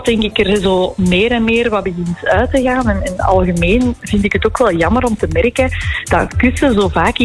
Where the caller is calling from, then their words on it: Antwerp province, Flanders, Belgium; provincie Antwerpen, ja, klopt.